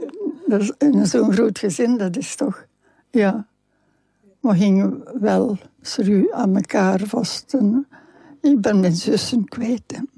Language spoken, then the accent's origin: Dutch; Flanders, Belgium; Ja, maar ik ben een Vlaming.